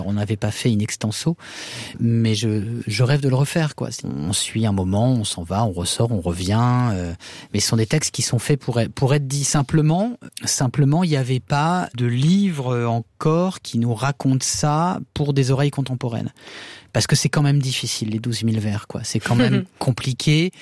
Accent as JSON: {"language": "French", "town": "Le Havre", "region": "Normandy", "country": "France", "said": "moi je viens du Havre, une ville, un port voilà ouvert sur l'horizon, avec des cargos, etc."}